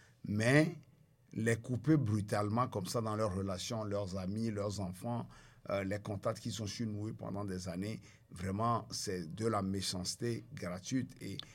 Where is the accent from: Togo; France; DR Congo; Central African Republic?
Togo; Je dis, je connais la langue, mais bon, ils ne savent pas que je suis Togolais.